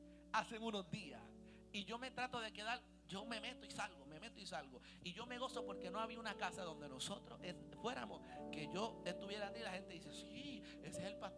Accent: Panama; Pero en esta iglesia no somos puertorriqueños, somos panameños.

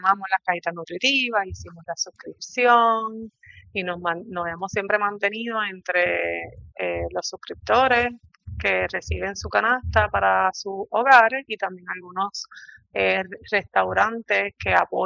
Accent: Barranquitas, Puerto Rico; also born or lived in San Juan; Yo soy de Barranquitas. Después de haberme ido a estudiar a San Juan, haber ido a estudiar en Sagrado

